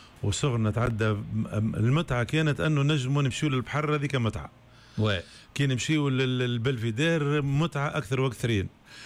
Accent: Tunis, Tunis Governorate, Tunisia; و معناها مولود في تونس وتربيت في تونس، ودخلت الموسيقى معناها في عمر أقل من 15 عام.

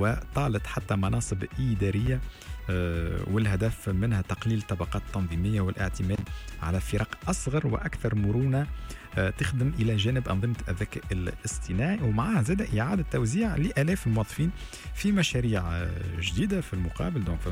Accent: Tunisia; وهذا يظهر لي ينطبق حتى على بلدنا تونس في مختلف القطاعات

